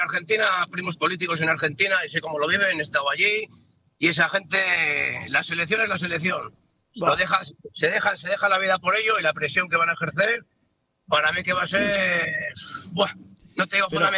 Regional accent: Potes, Cantabria, Spain; now in Solares, Spain; Sí, bueno, soy de Potes, pero estoy en Santander. Sí, trabajo aquí a lo de Santander con un camión de obra y vamos para allá ahora mismo.

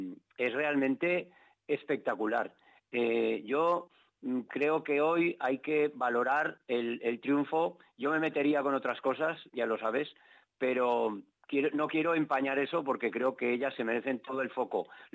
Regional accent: Jaca, Aragon, Spain; otra localidad como Jaca, de donde soy

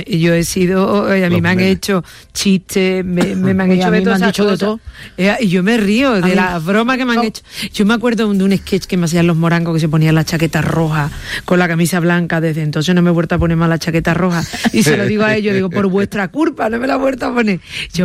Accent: Andalusia, Spain; mira que nosotras dos somos andaluces y venimos de una tierra con mucha guasa.

